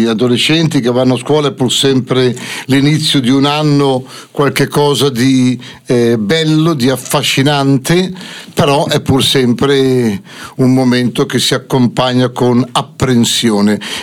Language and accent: Italian; Saronno, Lombardy, Italy; born there; Non dobbiamo darla per scontata la fede, semplicemente perché siamo nati qui a San Ronno e quindi possiamo dire di sapere chi è Gesù.